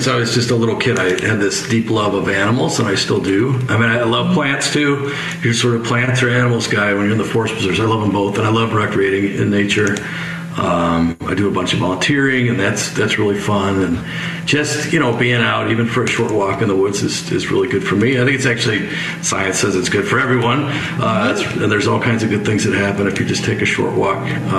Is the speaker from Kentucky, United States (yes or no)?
no; Bartlett, Illinois, United States; I grew up in Cook County. I grew up way out in Bartlett, which some people don't believe is still Cook County. Cook County is huge. Moved away for a while, but I wanted to come back